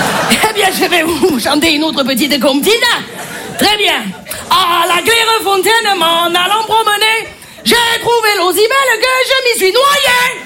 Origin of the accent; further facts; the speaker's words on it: Marseille, Provence-Alpes-Côte d'Azur, France; accent: Marseille; Je m'y connais, l'accent, je suis marseillaise.